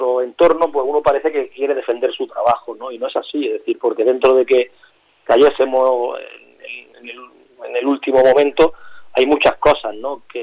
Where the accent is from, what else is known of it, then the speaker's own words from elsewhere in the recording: Granada, Andalusia, Spain; el Granada B, que yo soy granadino, está en tercera red